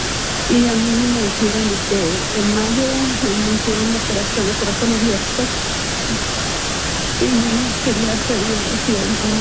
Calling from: Illinois, United States; Desde Illinois, al lado de Chicago, por el sur de Chicago

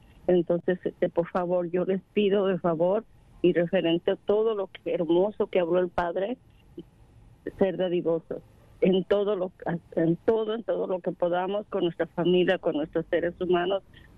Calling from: Mexico; como yo que soy de México

